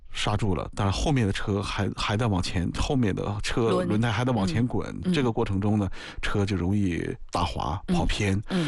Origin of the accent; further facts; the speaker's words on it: Dalian, Liaoning, China; 虽然我是东北人，我是大连的，但是我们也很少遇到这种冰雪路面。